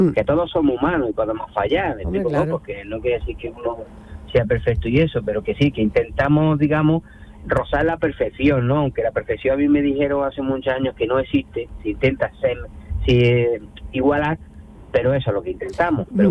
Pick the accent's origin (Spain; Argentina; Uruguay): Spain; Granada, Andalusia; Somos de Granada.